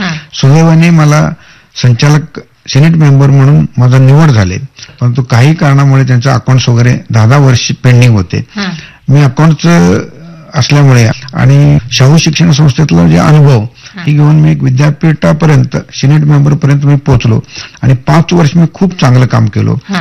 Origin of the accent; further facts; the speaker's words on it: Tikoni, Maharashtra, India; मी स्वतःहून तिकोंडीतनं शिकून तिकोणीचा जन्म घेऊन मी बाहेर शिकत होतो आणि माझ्या गावी शिकायला बाहेर गावांना लोक येत होतं